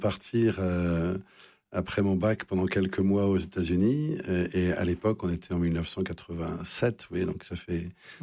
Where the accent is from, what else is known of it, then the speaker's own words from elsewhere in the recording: Paris, Île-de-France, France; now in Lille, France; Je suis un Parisien indécrottable. J'ai vécu 54 ans à Paris. J'imaginais pas qu'on puisse respirer de l'oxygène ailleurs.